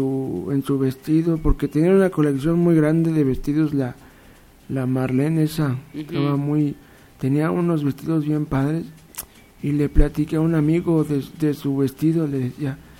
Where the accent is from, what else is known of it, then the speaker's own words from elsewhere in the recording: Mexico; No, pues soy de México